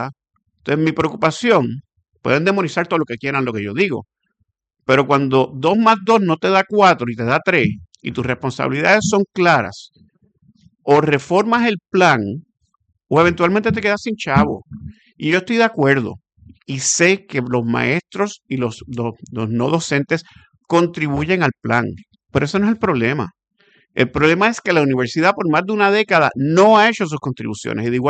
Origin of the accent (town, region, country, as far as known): Puerto Rico